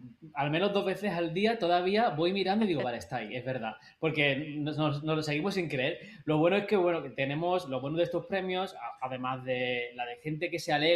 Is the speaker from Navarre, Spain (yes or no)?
no; Andalusia, Spain; somos los únicos andaluces